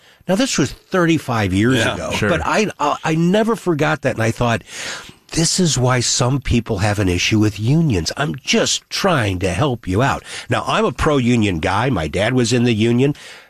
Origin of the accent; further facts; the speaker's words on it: Florissant, Missouri, United States; also born or lived in Lake St. Louis; And I think about me growing up in Florissant in the 60s, and then our family moving out to this new place called Lake St. Louis in the 70s.